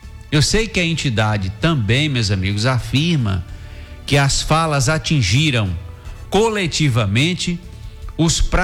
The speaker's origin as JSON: {"language": "Portuguese", "region": "Bahia", "country": "Brazil", "said": "nós somos nordestinos, nós somos baianos, trabalhadores."}